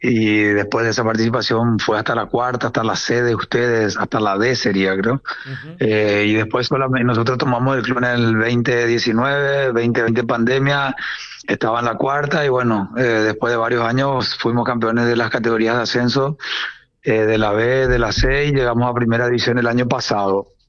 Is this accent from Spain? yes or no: no; Asunción, Paraguay; Mi club de infancia fue el Olimpia en Paraguay, porque bueno, mi abuelo fue vicepresidente. Yo soy del barrio Recoleta